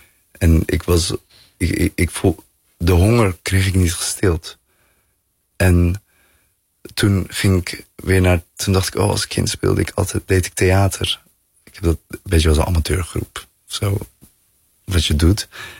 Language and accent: Dutch; Bergen op Zoom, North Brabant, Netherlands; En ik kom uit Bergen op Zoom. En dat is natuurlijk een grensstad.